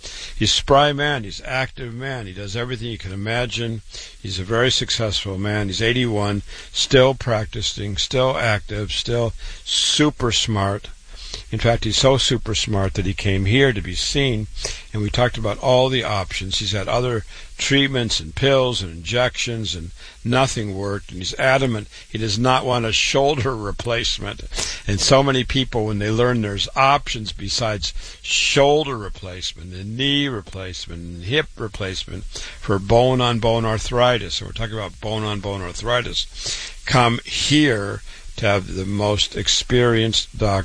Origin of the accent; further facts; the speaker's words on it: Waterloo, Iowa, United States; Born and raised in Waterloo, Iowa, board certified, triple board certified, went to public school